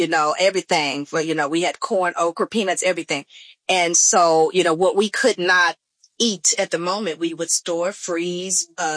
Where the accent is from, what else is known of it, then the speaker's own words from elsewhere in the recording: Spencer, Oklahoma, United States; I grew up in Spencer, Oklahoma, St. John's CME Methodist Church.